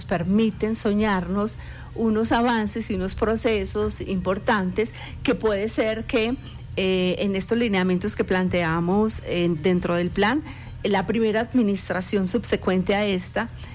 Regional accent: Medellín, Antioquia, Colombia; moved away as an adult; now in Guarne, Colombia; me siento guarneña, no soy guarneña, vivo en Guarne hace 4 años, estoy feliz, vengo de Medellín

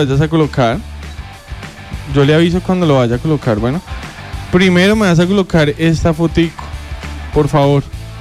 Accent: Antioquia, Colombia; accent: paisa; now in abroad; verdad sí he perdido un poco el acento paisa. A veces me dicen que si soy de Bogotá, otros me dicen que si soy caleña.

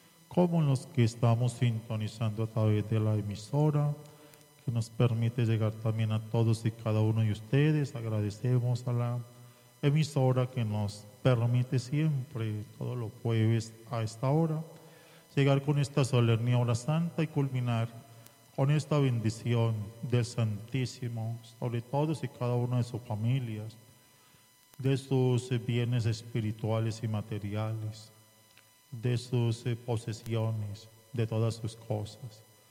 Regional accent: Colombia

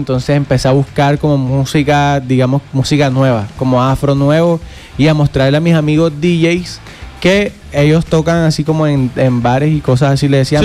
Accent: Cartagena, Bolívar, Colombia; yo soy de Cartagena, de Citilla.

